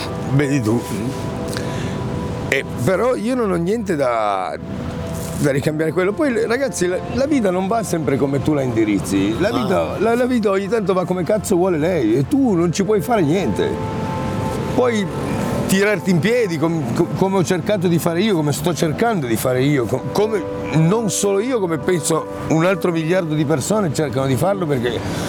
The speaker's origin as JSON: {"language": "Italian", "town": "Turin", "region": "Piedmont", "country": "Italy", "tie": "born or raised there", "said": "Ma la mia infanzia a Torino è andata benissimo. Guarda, io sono andato a scuola a San Giuseppe a Torino"}